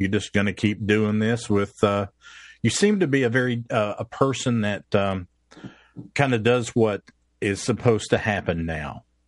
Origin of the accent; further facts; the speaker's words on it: Tennessee, United States; growing up in Tennessee where I did